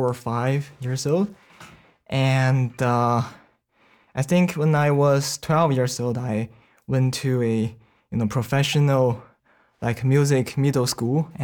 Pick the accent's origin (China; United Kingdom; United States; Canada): China; moved away; I'm originally from China.